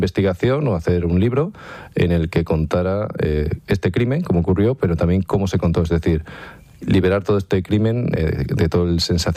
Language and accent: Spanish; Moraleja, Extremadura, Spain; Era sobre un crimen ocurrido en Moraleja, en mi pueblo, en 1915.